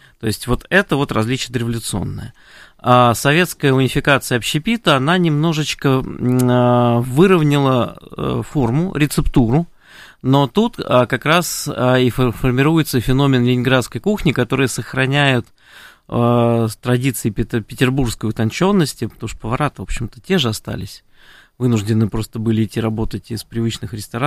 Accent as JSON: {"language": "Russian", "region": "Moscow", "country": "Russia", "said": "Ну, про Питер, честно говоря, просто не помню, все-таки я москвич"}